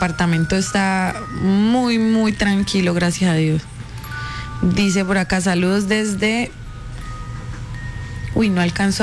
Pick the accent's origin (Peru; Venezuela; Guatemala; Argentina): Venezuela; moved away; yo crecí en un pueblito en Venezuela. Yo viví gran parte de mi vida en Venezuela, por eso amo tanto Venezuela, y crecí específicamente en un pueblito en la frontera.